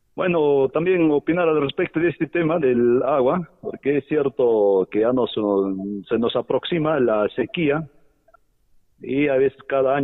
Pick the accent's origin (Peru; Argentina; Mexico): Peru; Cotabambas, Apurímac; como buenos cotabambinos, peruanos